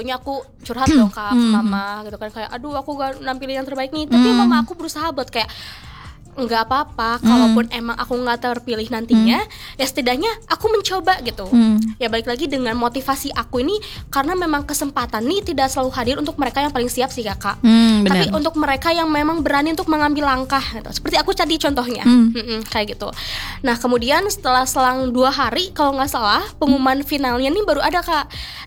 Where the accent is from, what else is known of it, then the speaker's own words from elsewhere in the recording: Sukabumi, West Java, Indonesia; now in Bandung, Indonesia; Aku dari Sukabumi.